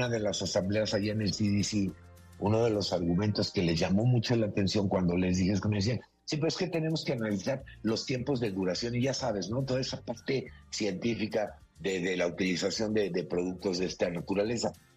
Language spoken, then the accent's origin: Spanish; Villahermosa, Tabasco, Mexico; born there; Yo recuerdo de chiquito que vivía en Villahermosa